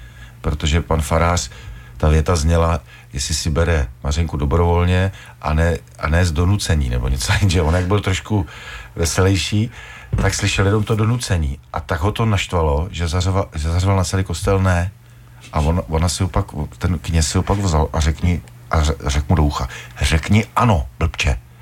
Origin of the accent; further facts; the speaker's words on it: Zlín Region, Czechia; Takže my jsme Valaši, jedna rodina.